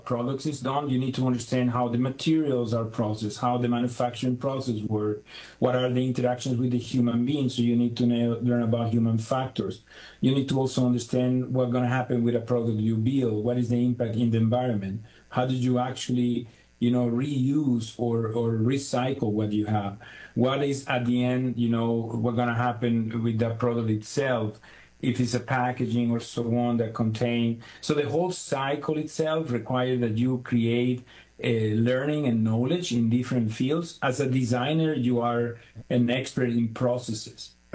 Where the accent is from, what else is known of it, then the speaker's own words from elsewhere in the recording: Venezuela; Yeah, the young …, I mean, I grew up in Venezuela. I don't know if you're familiar. Well, nowadays it's in the news, but you know, Venezuela is incredible nature-driven countries.